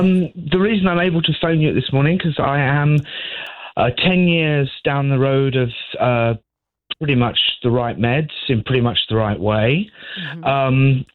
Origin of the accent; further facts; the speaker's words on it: South West England, United Kingdom; now in Barking, United Kingdom; I actually grew up in Cornwall